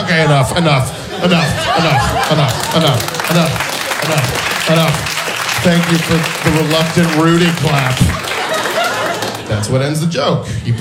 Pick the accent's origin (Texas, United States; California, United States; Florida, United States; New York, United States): Florida, United States; Boca Raton; I'm from Boca Raton, Florida, originally. Does anybody know where that poop stand on the map is? Boca?